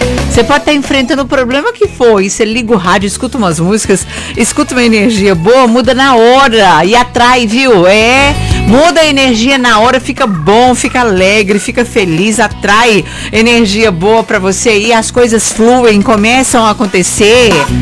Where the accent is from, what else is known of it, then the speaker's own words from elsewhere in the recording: Minas Gerais, Brazil; now in Cuiabá, Brazil; Eu tô aqui em Cuiabá há muitos anos, né? Mas eu sou mineira